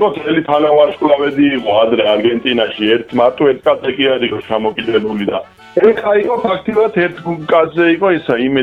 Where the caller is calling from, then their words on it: Imereti, Georgia; იმერეთიდან ვარ.